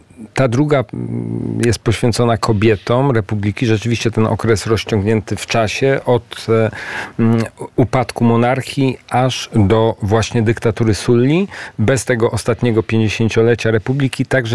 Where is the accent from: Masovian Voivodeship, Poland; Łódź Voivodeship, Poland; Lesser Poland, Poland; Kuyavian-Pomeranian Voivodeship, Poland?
Kuyavian-Pomeranian Voivodeship, Poland; Bydgoszcz; Tak jest, pozdrawiam serdecznie moje rodzinne miasto.